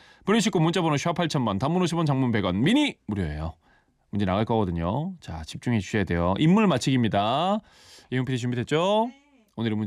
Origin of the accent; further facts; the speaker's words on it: Gyeongsang, South Korea; 제가 경상도 출신이잖아요.